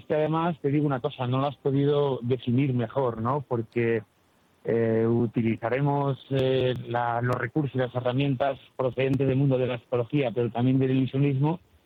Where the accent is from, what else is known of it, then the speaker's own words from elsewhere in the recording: Castile and León, Spain; en mi tierra, que soy de Castilla y León